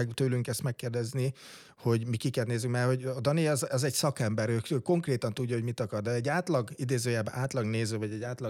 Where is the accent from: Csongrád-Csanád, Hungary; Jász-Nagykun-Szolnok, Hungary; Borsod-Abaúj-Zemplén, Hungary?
Jász-Nagykun-Szolnok, Hungary; Törökszentmiklós; born there; egy törökszemiklósi illetőségű, hogy ahol én születtem